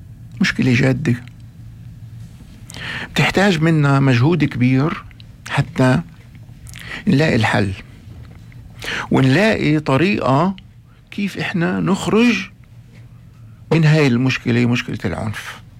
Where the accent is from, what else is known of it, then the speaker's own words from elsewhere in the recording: Acre, Northern District, Israel; أنا منكم، ربيت ترعرعت في مدينة عكا،